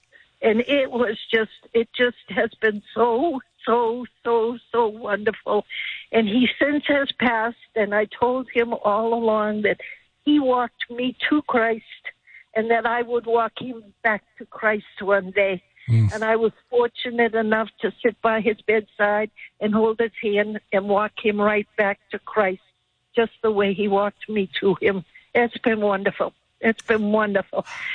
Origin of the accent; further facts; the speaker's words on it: Boston, Massachusetts, United States; now in Fort Myers, United States; I grew up in Boston.